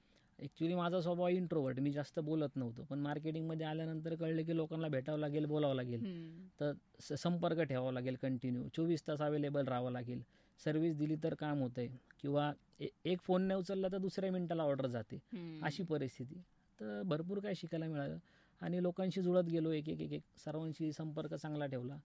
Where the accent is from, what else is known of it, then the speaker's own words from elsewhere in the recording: Ahmednagar, Maharashtra, India; माझं बालपण भिंगारमध्ये गेलं मॅडम. भिंगारमध्ये आमचं बालपण गेलं. शिक्षण माझं नगरमध्ये झालं. भाऊसाहेब फिरोदे हायस्कूलमध्ये माझं शिक्षण झालं. आणि सगळा प्रवास माझा इथलाच आहे. म्हणजे बाहेरचं काही बॅकग्राऊंड नाही आमचं.